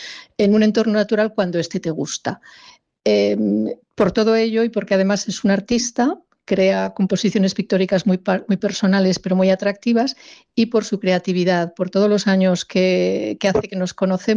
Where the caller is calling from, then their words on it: Zaragoza, Aragon, Spain; de Zaragoza.